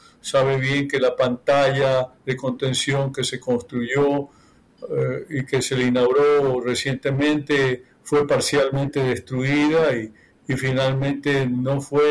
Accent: Ecuador; Y ahora terminamos siendo perjudicados los ecuatorianos

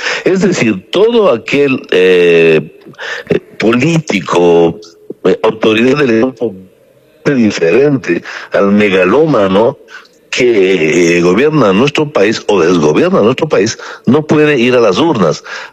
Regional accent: Ecuador

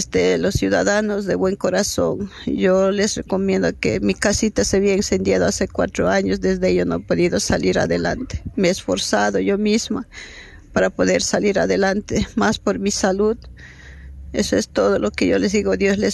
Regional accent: Logroño, La Rioja, Spain

